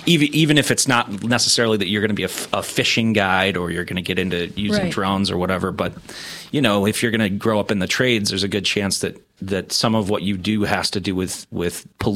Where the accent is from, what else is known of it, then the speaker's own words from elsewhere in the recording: Wise River, Montana, United States; so I grew up in Wise River, Montana, mm-hmm. on the Big Hole River